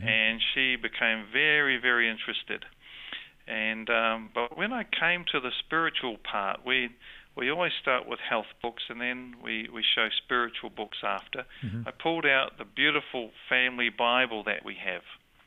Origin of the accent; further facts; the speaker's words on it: New Zealand; accent: New Zealand; also born or lived in Sydney, Australia; Well, I have a New Zealand accent, but I was born in Sydney.